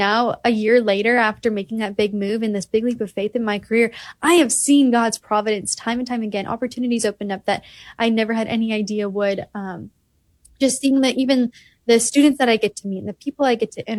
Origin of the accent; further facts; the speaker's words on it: Wisconsin, United States; moved away as an adult; now in Washington, D.C., United States; I moved 1,000 miles away from home. I live now in the DC area and I grew up in Wisconsin